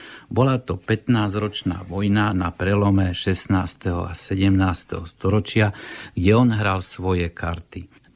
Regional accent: Košice, Košice Region, Slovakia; keď už som taký Košičan.

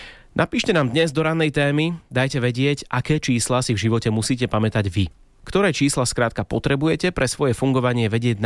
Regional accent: Liptovský Mikuláš, Žilina Region, Slovakia; to bolo číslo k nám domov v Liptovskom Mikuláši

